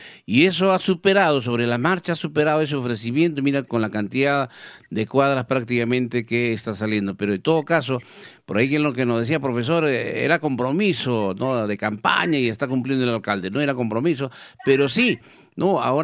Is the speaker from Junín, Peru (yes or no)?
yes; Tarma, Junín, Peru; now in Villa Rica, Peru; Yo soy de Tarma, por ejemplo, nuestras calles son estrechas ahí en Tarma.